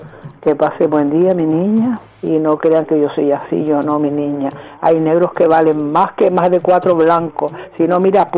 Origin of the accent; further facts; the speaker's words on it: Canary Islands, Spain; como dice mi familia de Cuba, que tú sabes que soy más canaria que el gofio